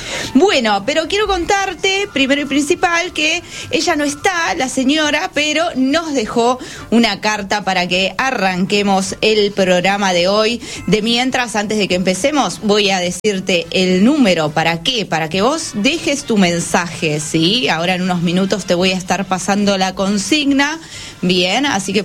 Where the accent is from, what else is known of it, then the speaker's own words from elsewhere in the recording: Argentina; Es algo que siempre nos caracteriza como argentinos, recibir con los brazos abiertos.